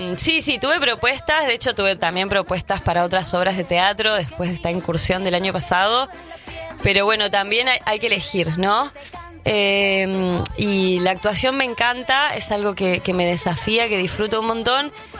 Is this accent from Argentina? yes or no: yes; Río de la Plata, Argentina; Somos rioplatenses totalmente.